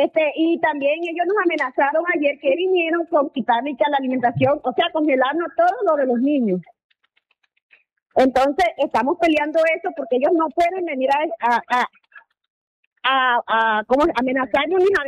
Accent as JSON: {"language": "Spanish", "region": "La Guajira", "country": "Colombia"}